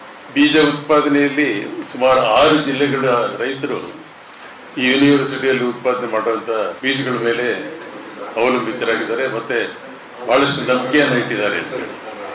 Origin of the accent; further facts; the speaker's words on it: Karnataka, India; ನಾವು ಮಲೆನಾಡಿನವರು